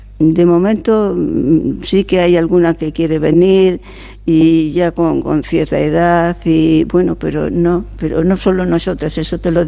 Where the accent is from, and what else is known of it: Castile and León, Spain; born or raised there; moved away